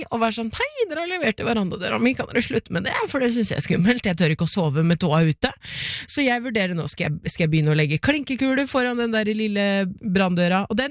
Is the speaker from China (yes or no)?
yes; China; Norwegian is a second language; now in Norway; Jeg har begynt å pakke ut nå, jeg er fra Kina.